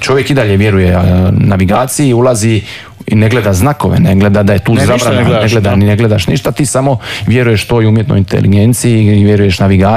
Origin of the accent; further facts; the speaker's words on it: Croatia; kod nas u Europskoj uniji ili pogotovo u Hrvatskoj